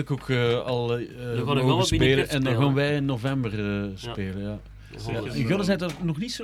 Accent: Ghent, East Flanders, Belgium; Ik ben, ik ben opgegroeid in Gent, maar mijn vader was van Aalst.

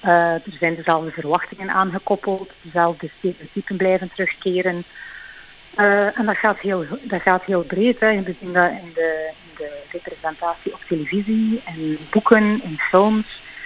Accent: Belgium; born there; Ik ben Chinees-Indonesische-Belgische. Ik ben geboren in België.

